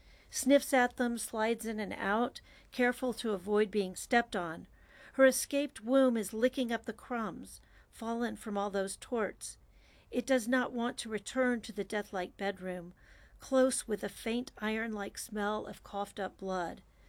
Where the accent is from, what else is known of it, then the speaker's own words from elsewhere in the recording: Houston, Texas, United States; I grew up in Houston